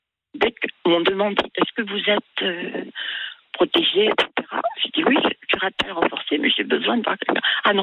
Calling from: France; Bien sûr, j'ai travaillé à l'étranger. Mais je suis rentrée quand même depuis 30 ans en France. Je suis française de base.

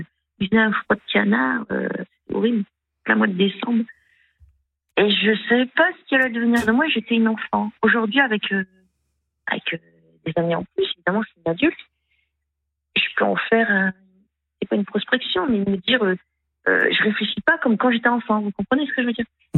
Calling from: France; je suis française, hein, j'ai des papiers et tout.

